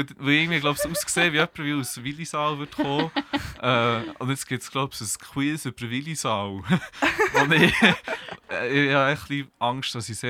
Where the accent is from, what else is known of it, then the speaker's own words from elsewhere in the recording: Bern, Switzerland; deswegen komme ich sogar extra aus Bern daher.